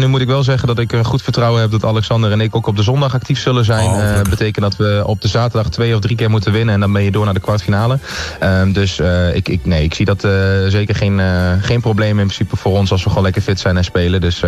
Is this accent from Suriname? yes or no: no; Overijssel, Netherlands; moved away as an adult; now in The Hague, Netherlands; Ik ben in 2019 naar Den Haag verhuisd om de topsport achteraan te gaan. Alleen ja, mijn roots liggen wel in Twente. En ik hoop daar uiteindelijk ooit weer terug naartoe te verhuizen.